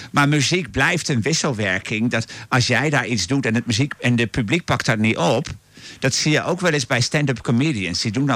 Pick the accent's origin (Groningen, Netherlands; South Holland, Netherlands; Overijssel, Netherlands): Overijssel, Netherlands; Deventer; Ik kom zelf uit Deventer. Dat is een uur en 20 minuten met de trein of zo.